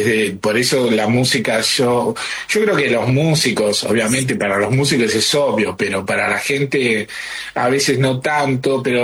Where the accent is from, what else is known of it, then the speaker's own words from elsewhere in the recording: Caseros, Buenos Aires Province, Argentina; Yo nací en Caseros, soy de conurbano